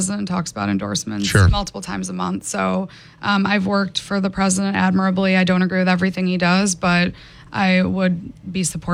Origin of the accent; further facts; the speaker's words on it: Auburn, New York, United States; moved away as an adult; also born or lived in Washington, D.C.; I'm from Auburn, New York.